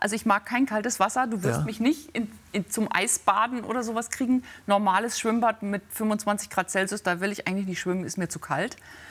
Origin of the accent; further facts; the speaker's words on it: Bavaria, Germany; meiner Kindheit in Bayern, groß geworden mit viel Eis und Schnee.